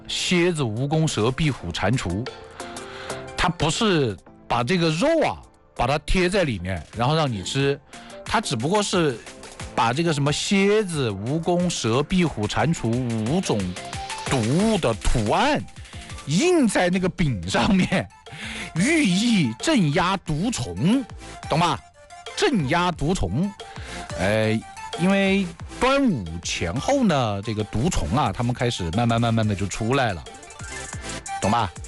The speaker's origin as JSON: {"language": "Chinese", "town": "Yueyang", "region": "Hunan", "country": "China", "tie": "born or raised there", "moved": "yes", "lives_now": "Hefei, China", "said": "因为我老家湖南岳阳的"}